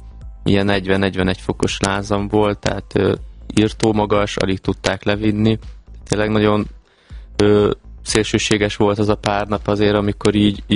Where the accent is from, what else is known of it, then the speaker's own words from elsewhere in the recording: Nagyváty, Baranya, Hungary; ugye a apukám maradt otthon a bátyámmal ugye Pécs mellett, Nagyvátyon, ugye a szülőfalumba